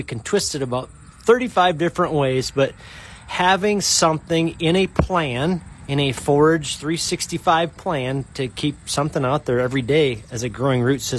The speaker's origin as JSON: {"language": "English", "region": "Iowa", "country": "United States", "tie": "born or raised there", "said": "where I grew up in Northwest Iowa, there are eroded clay knobs and or sandy patches on some of these farms"}